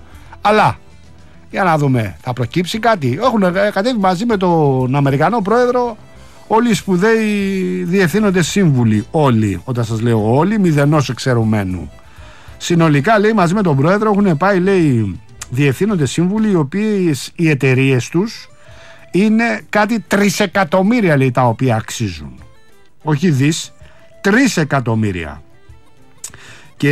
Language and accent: Greek; Attica, Greece; 18 στην πατρίδα μου στα Ανατολικά Προάστια.